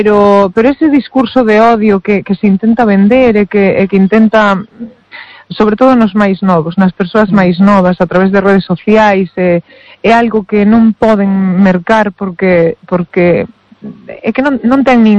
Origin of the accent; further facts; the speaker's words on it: Burela, Galicia, Spain; para min pois son de Burela igual que son eu